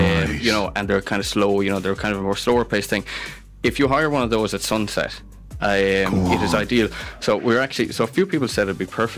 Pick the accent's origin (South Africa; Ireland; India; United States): Ireland; Portumna, Connacht; now in Terryglass, Ireland; I'm from Portumna. From the most northerly point of Loch Derg.